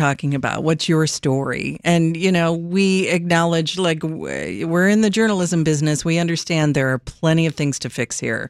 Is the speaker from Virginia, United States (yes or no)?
no; Illinois, United States; also born or lived in Chicago; So, I grew up in Northern Illinois, as you know, but I was born on the West Side at Loretto Hospital. And I moved back here in 1991 for a job.